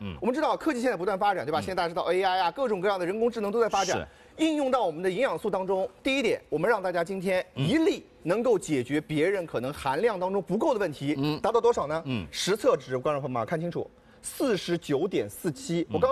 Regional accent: Shanghai, China; 这就相当于我们上海人特别喜欢吃的菜肉馄饨

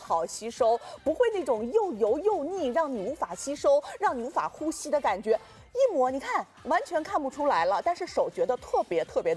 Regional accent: China; 我们中国人很喜欢那个香樟木放在衣柜里面吧，它就是那种香樟木的味道

